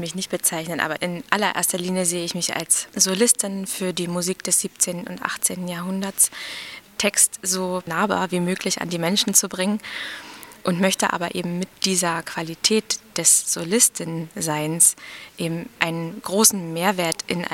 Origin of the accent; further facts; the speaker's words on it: Cottbus, Brandenburg, Germany; Die niedersorbische Heimat ist ja eben mein Zuhause.